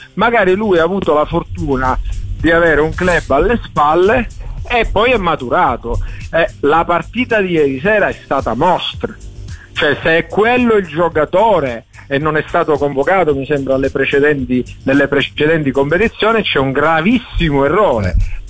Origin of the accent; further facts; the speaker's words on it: Calabria, Italy; In Sila, dalle mie parti, che abbiamo dei posti bellissimi